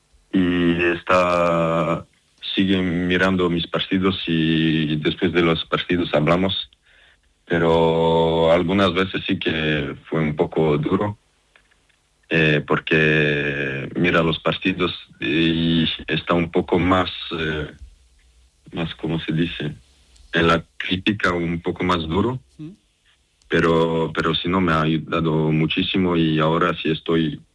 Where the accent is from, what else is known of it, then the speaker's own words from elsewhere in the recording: Montpellier, Occitania, France; Spanish is a second language; now in Almería, Spain; yo en Francia, solo nací en Francia y crecí en Francia.